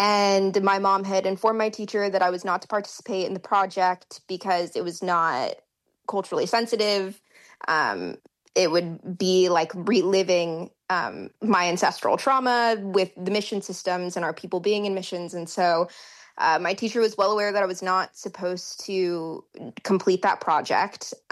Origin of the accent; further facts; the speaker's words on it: California, United States; when I was in school in my hometown, K through 12, there were some other California Indians that I had known, and there were very few of us